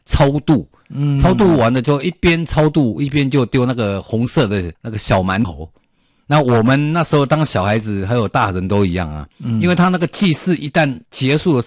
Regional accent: Ruifang, New Taipei, Taiwan; 我记得我们家乡在瑞芳的侯洞，农历7月15号都会办很盛大的祭祀。

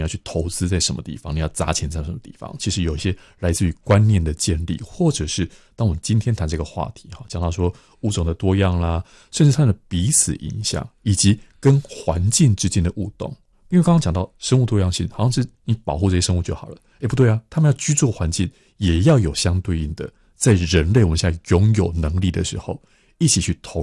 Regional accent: Kaohsiung, Taiwan; 因为我高雄人嘛，

